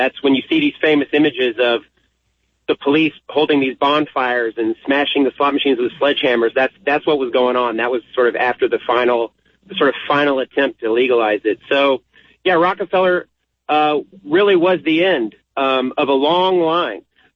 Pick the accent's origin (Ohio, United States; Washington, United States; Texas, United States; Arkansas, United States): Arkansas, United States; Hot Springs; It's incredible, really, because when I was growing up in Hot Springs, you know, around the 1970s, early 80s, the city lost a lot of its tourism